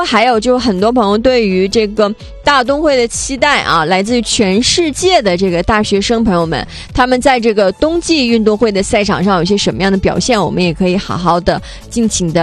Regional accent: Changchun, Jilin, China; 南湖公园也是我们长春人从小看到大的这样的，

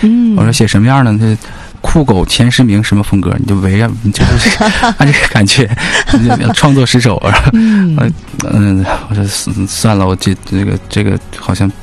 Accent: Northeast China, China; 我们东北人讲话就是半截的

